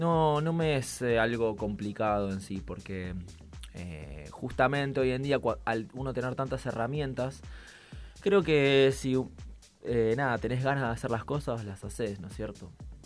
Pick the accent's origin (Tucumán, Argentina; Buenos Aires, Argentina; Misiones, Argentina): Buenos Aires, Argentina; Yo soy de Buenos Aires, capital